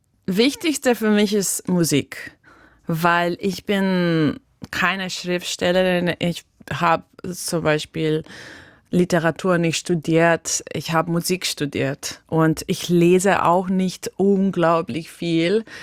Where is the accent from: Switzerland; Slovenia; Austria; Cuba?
Slovenia; first language Slovenian; German is a second language; Ich finde, dass ich sogar mich besser ausdrücken kann auf Englisch als auf meine Muttersprache Slowenisch, weil ich bin schon so lange hier und ich habe so keine slowenische Community hier.